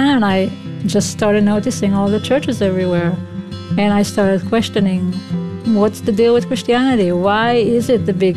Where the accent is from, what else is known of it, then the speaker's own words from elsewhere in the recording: Israel; moved away as an adult; I was born in Israel. Lived there pretty much all my life until I was 23. My family was not religious. We were secular, although we did celebrate the Jewish holidays traditionally, like most people in Israel do.